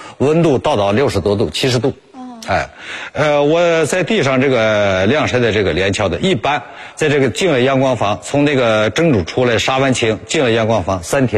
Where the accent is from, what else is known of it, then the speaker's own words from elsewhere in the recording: China; moved away as an adult; 我是农民出生，我就是这个方山村出生的，然后我念大学出去的，在外边工作。